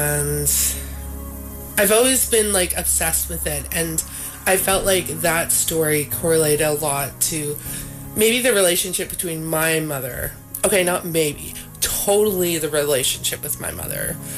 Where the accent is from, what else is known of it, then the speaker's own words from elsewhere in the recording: Prince Rupert, British Columbia, Canada; moved away as an adult; also born or lived in Haida Gwaii; I grew up in Prince Rupert across the Heckett Strait from Haida Gwaii. I formally started coming home in my early 20s, but I knew instantly that this was my home.